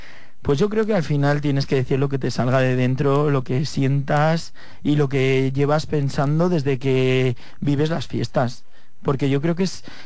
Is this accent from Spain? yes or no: yes; Spain; yo me considero muy, muy, muy de Medina. Llevo muy, muy dentro todas mis raíces y estoy orgulloso y donde voy siempre llevo por bandera mi pueblo.